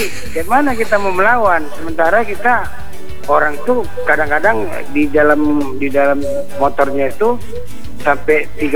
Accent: Medan, North Sumatra, Indonesia; Ya saya orang warga Medan nih, asli lahir di Medan. Nah, bukan perantau.

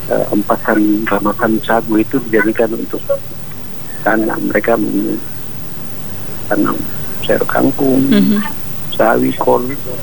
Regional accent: Bonggo, Papua, Indonesia; born there; now in Jayapura, Indonesia; Kami punya rumah dulu di Taronta di Bonggo, bapak saya Kapolsek tahun 60-an di sana.

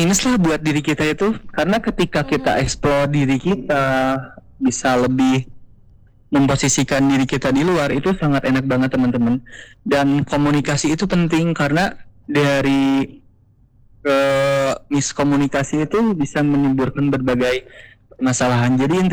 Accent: Cimahi, West Java, Indonesia; Kalau aku orang Cimahi asli kak.

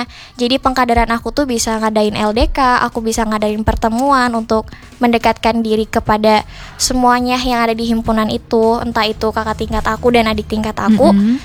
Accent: Central Java, Indonesia; now in Bandung, Indonesia; aku dari Jawa Tengah jauh-jauh ke Bandung.

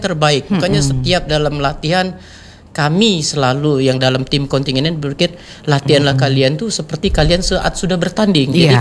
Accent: Palembang, South Sumatra, Indonesia; kalau bahasa keren kita orang Palembang itu apa soft skill

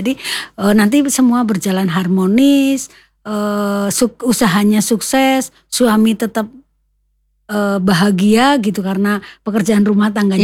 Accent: Java, Indonesia; now in Banyumas, Indonesia; kita kan orang Jawa ya

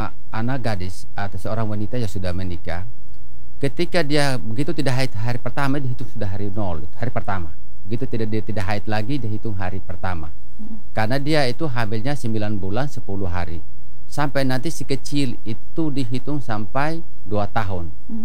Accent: Sumba, East Nusa Tenggara, Indonesia; kami di Sumba khususnya kami orang Sumba

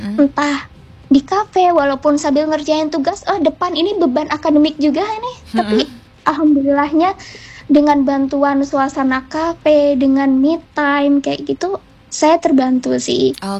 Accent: Tegal, Central Java, Indonesia; moved away

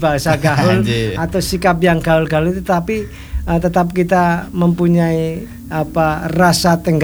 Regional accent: Java, Indonesia

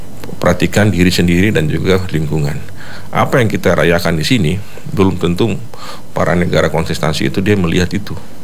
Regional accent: Jayapura, Papua, Indonesia; ini loh kita, orang Jayapura, ini loh kita, kota Jayapura.

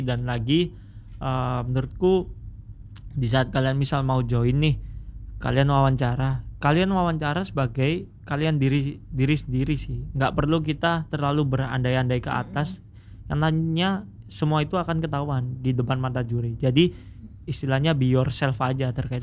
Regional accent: Surabaya, East Java, Indonesia; kita sebagai warga Surabaya dan sebagai warga Indonesia

